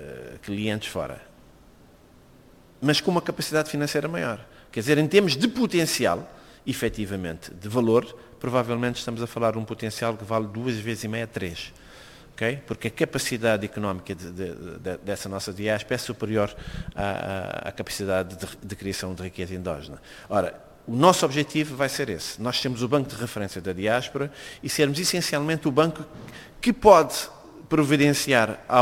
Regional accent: Cape Verde; nós, Cabo Verde tem um problema de escala, okay? Somos 500 mil habitantes.

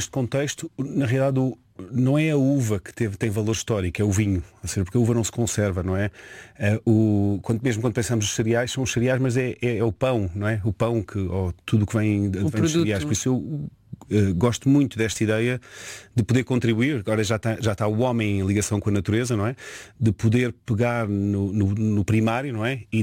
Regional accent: Lisbon, Portugal; born there; nasci em Lisboa

